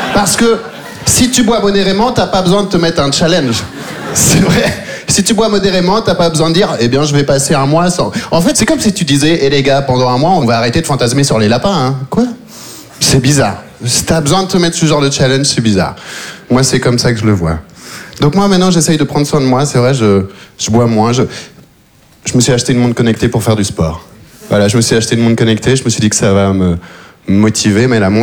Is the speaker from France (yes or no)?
no; Belgium; c'est vrai que je viens de Belgique, je suis arrivé en Belgique quand j'avais 3 ans, j'ai vécu toute ma vie là-bas